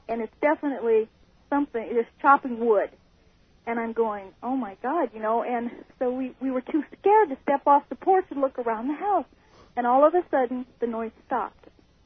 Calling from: Kelso, Montana, United States; Hi. I'm calling from Kelso, Montana.

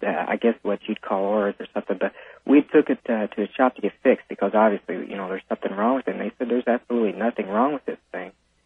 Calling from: Evansville, Indiana, United States; I'm calling from Evansville, Indiana.

